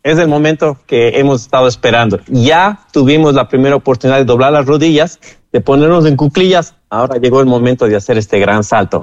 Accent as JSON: {"language": "Spanish", "country": "Ecuador"}